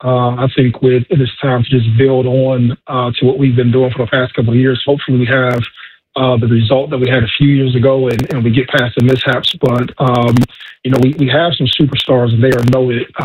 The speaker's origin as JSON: {"language": "English", "town": "Youngstown", "region": "Ohio", "country": "United States", "tie": "born or raised there", "said": "super fascinated and a fanboy of Coach Trussell growing up in Youngstown."}